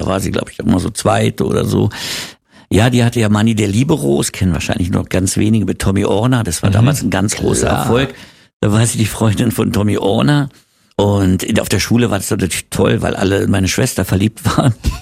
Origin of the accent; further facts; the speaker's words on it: Berlin, Germany; Ja, und ich bin dann aber in Wittenau aufgewachsen.